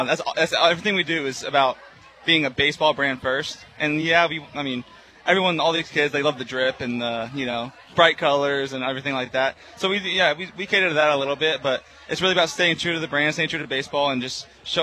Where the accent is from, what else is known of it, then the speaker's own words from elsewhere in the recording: Texas, United States; So I'm from Texas.